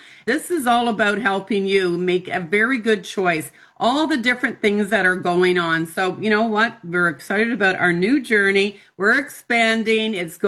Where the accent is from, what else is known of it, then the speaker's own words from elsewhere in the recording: Canada; We're all proud Canadians.